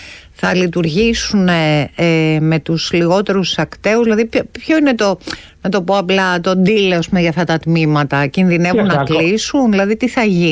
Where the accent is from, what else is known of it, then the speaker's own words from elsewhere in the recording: Serres, Central Macedonia, Greece; Ή στα Σέρα, στην πατρίδα μου, τι έγινε με αυτή τη σχολή, 2.500 πάνω.